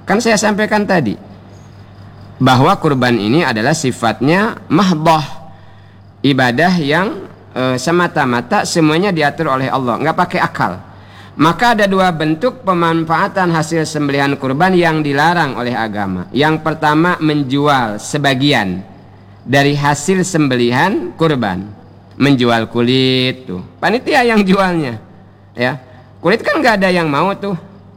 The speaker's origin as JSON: {"language": "Indonesian", "region": "Bangka Belitung Islands", "country": "Indonesia", "said": "kata kita orang Bangka"}